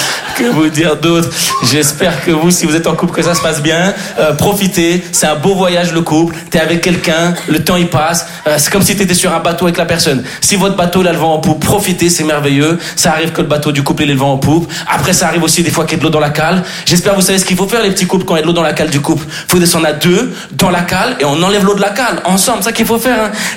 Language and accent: French; Switzerland; now in France; Je suis pas parisien, je suis pas français, moi en réalité je suis suisse.